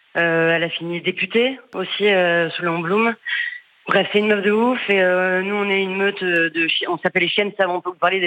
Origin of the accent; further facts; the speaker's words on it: Hauts-de-France, France; je le fais avec l'accent, parce que moi aussi je suis du Nord.